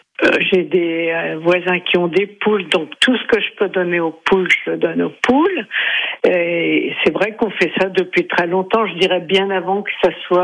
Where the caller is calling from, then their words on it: Saint-Jean-de-Braye, Centre-Val de Loire, France; à côté de chez nous, à Saint-Jean-de-Bray